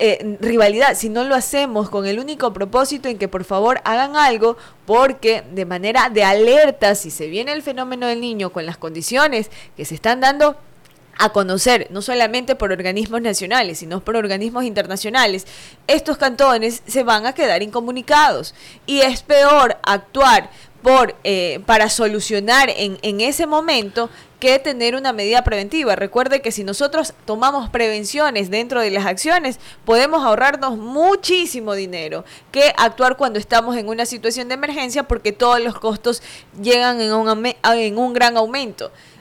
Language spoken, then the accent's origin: Spanish; Manabí, Ecuador; now in Manta, Ecuador; yo hablo con conocimiento en Poza Honda, porque es mi tierra.